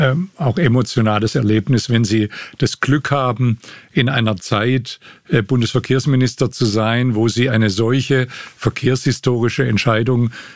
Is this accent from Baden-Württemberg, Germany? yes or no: yes; Baden-Württemberg, Germany; Ich bin selber Schwabe.